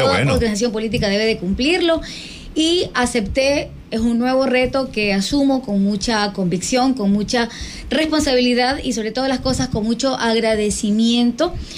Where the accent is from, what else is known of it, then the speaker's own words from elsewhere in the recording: Ecuador; una portovejense que ama a su cantón. A mí Puerto Viejo me lo ha dado todo. Yo nací aquí, mi familia es de aquí. Aquí cursé mis estudios primarios, secundarios, universitarios.